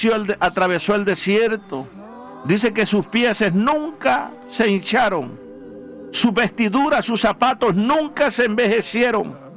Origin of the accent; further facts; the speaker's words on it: El Salvador; yo soy del Salvador, me crecí en una pobreza, en un cerro, donde no había luz eléctrica, donde no había agua potable.